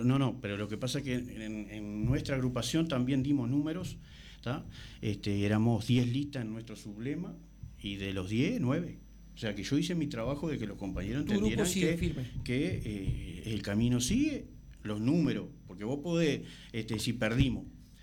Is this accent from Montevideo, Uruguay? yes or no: no; Salto, Uruguay; somos de Salto.